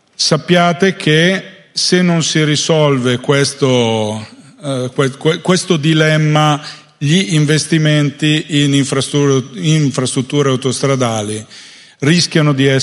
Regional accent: Milan, Lombardy, Italy; Lasciatemelo dire da milanese che in questo settore Roma è più avanti di Milano.

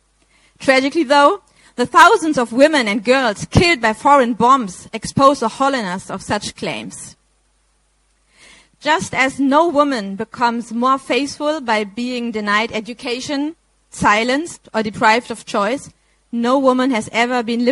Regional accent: Germany; I'm from Germany, a journalist from Germany

